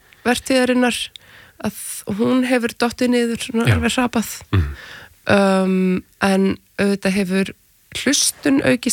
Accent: Reykjavík, Capital Region, Iceland; also born or lived in Spain / Copenhagen; Já, ég borgabarn, ég bara ólst upp í Vesturbænum.

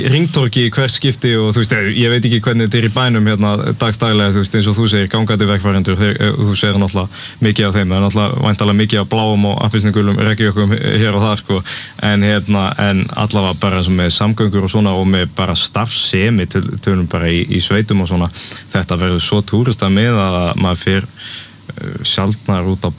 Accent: Grímsnes, Southern Region, Iceland; Og það, ég er úr Grímsnesinu, ég bjó í gullna hringnum

